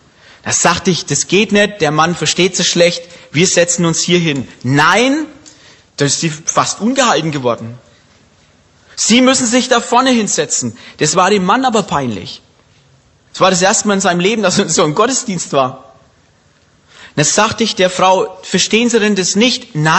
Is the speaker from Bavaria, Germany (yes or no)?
yes; Bavaria, Germany; moved away; als Franke essen wir gern Klöße